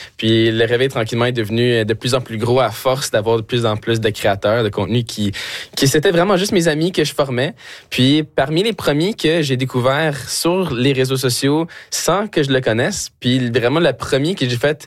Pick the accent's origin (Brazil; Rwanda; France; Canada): Canada; Ottawa, Ontario; L'autre bord de la ville, parce que moi je viens de l'Ouest